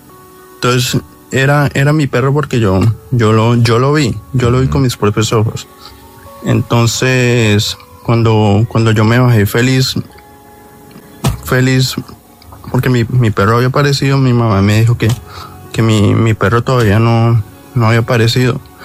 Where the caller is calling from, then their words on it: Cali, Valle del Cauca, Colombia; Desde acá, desde la ciudad de Cali